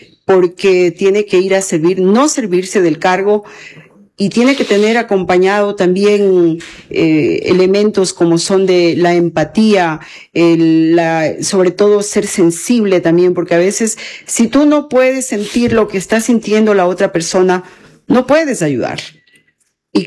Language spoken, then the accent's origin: Spanish; Montalvo, Los Ríos, Ecuador; He vivido ahí que casi 30 años. No nací en Montalvo, soy una montalvina de corazón, sobre todo.